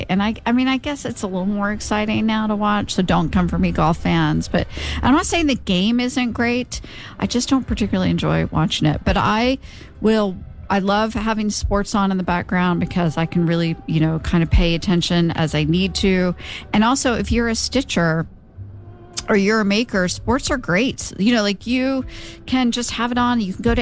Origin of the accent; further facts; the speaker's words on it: Oklahoma, United States; So growing up in Oklahoma and growing up in the 70s and 80s, you had three main stations